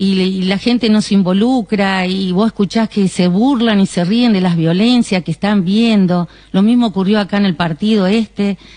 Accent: Ataliba, La Pampa, Argentina

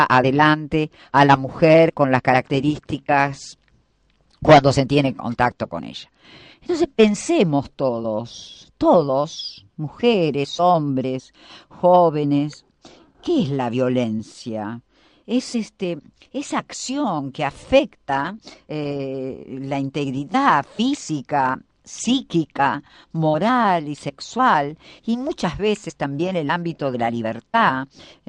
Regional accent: San Martín, Buenos Aires Province, Argentina; soy de San Martín, provincia de Buenos Aires

